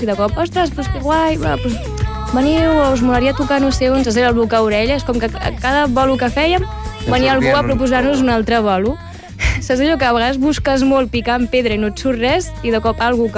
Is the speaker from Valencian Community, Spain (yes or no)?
no; La Garriga, Catalonia, Spain; bueno, soc de la Garriga i allà hi ha una altra tradició rumbera, no?